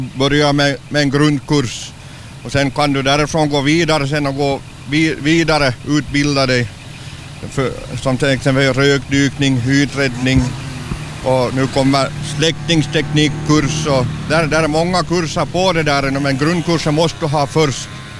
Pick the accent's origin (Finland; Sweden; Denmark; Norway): Finland; Houtskär, Southwest Finland; Jag är hemma från Hotskär egentligen och där är grunderna egentligen och där är avståndet ännu längre